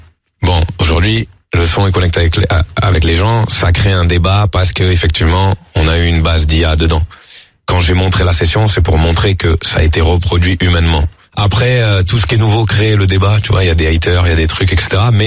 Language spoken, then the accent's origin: French; Marseille, Provence-Alpes-Côte d'Azur, France; Bah, je viens de Marseille, donc forcément